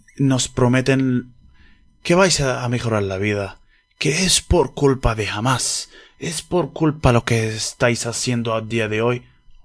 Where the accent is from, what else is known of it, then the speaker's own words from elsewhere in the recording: Palestine; yo nací como lo demás, palestino, normal, con mis derechos, con mi tierra, con mi casa